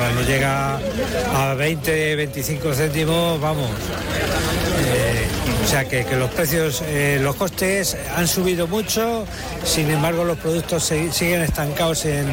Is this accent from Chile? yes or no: no; Madridejos, Castilla-La Mancha, Spain; Venimos de Madridejos.